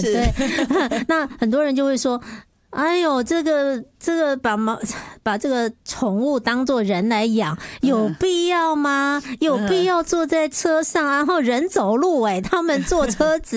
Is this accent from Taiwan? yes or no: yes; Taiwan; 我们台湾已经是毛孩子的出生率不是，就是增加率